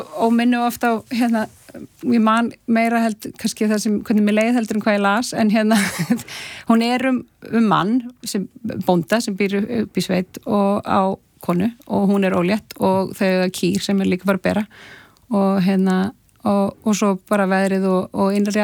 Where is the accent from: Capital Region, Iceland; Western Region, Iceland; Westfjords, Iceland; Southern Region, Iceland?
Westfjords, Iceland; kannski líka sveitastelpan í mér að hérna ég er alveg upp í Trygglsvík og Ströndum